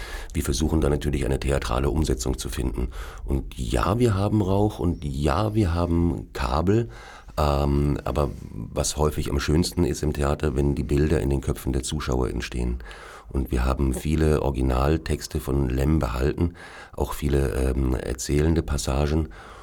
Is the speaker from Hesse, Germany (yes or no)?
no; Munich, Bavaria, Germany; born there; also born or lived in Zurich; Naja, also meinen Geburtsort habe ich mir nicht ausgesucht. Da kam ich einfach in München auf die Welt.